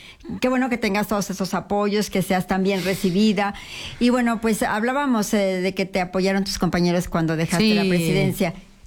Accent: Aguascalientes, Mexico; Fíjate, yo también soy del Encino

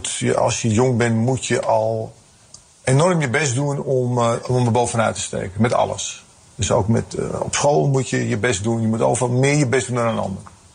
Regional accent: Netherlands; Want ik ben wel Nederlander. Ik voel me ook Nederlander. En ik ben trots op Nederland. Omdat als ik in het buitenland kom, dan zie ik wat er allemaal gebeurt in het buitenland. En dan ben ik toch blij dat mijn wiegje hier heeft gestaan.

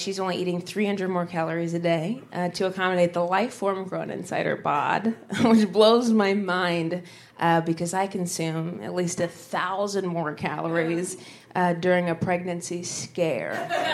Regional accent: Dayton, Ohio, United States; So I grew up originally in Ohio, Southwest Ohio, in Dayton, and I got some big news from my sister back home.

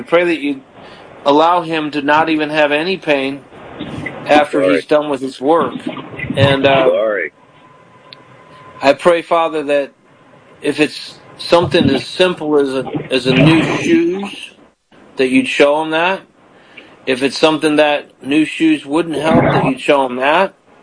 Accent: Palatine, Illinois, United States; moved away; also born or lived in Indiana; I used to live in the Midwest. I'm from Palatine.

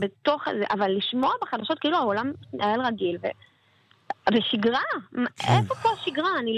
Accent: Kiryat Shmona, Northern District, Israel; born there; אני נולדתי פה. אני נולדתי פה.

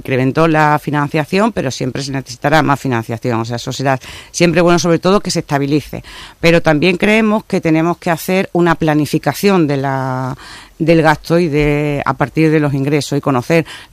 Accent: Llerena, Extremadura, Spain; Yo, por ejemplo, soy de Campiña

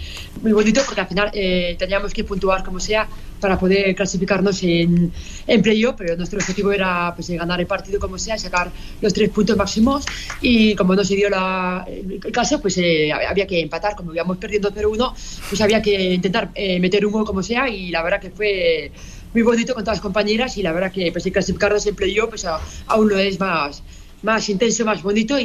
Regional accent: Biurrun, Navarre, Spain; also born or lived in Barañáin; en mi pueblo, en Biurrun

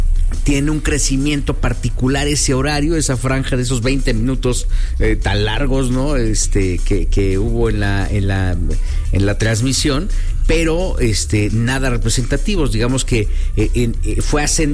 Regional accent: Mexico; Hay que seguir con esta buena vibra como mexicanos, ¿no?

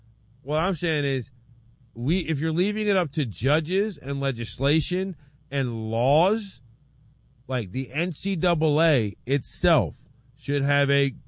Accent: Louisiana, United States; I'm from Louisiana, I grew up watching football on Friday, grew up watching football on Saturday, grew up football on Sunday, okay?

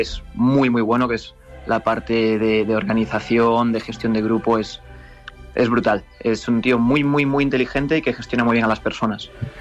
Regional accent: Spain

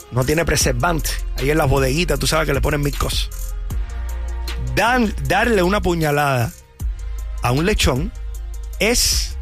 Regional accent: Cuba; now in Tampa, United States; en mi país, en Cuba

